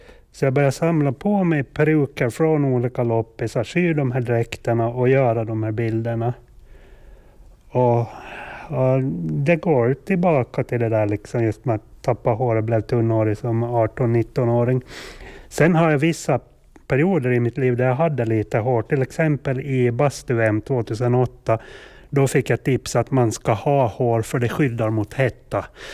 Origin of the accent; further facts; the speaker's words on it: Åland, Åland Islands; Så de är alla bilder tagna på Åland och flera i Sviby i barndomstrakten.